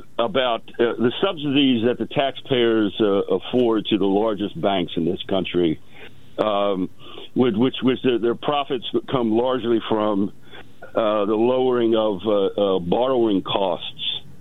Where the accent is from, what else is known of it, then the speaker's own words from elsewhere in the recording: East Coast, United States; I'm originally from the East Coast.